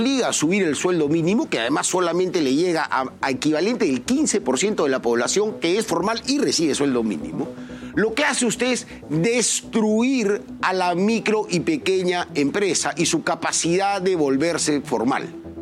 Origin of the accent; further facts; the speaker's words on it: Peru; que no nos cueste a todos los peruanos vivir con calidad